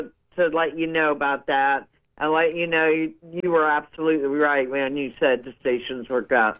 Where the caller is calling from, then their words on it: Alliance, Ohio, United States; I'm from Alliance, and I was calling in because Alliance, you're absolutely right.